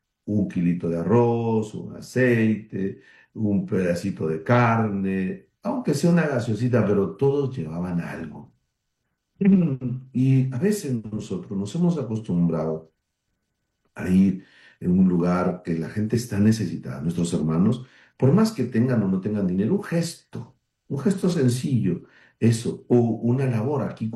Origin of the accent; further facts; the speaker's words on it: Peru; somos todos peruanos.